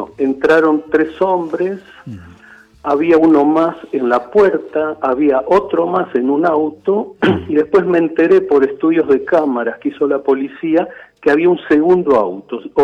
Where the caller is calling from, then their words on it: Buenos Aires, Argentina; Yo vivo en Villa del Parque.